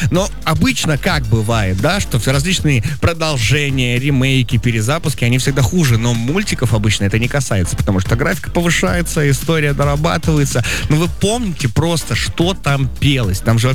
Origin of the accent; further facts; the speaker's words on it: Magadan, Magadan Oblast, Russia; Я из Магадана